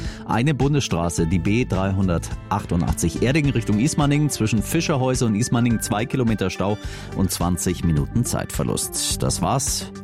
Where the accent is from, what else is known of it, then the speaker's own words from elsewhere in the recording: Swabia, Germany; ich hätte mich gefreut als Schwabe, wenn ein Krumbacher Fußball-Weltmeister wird.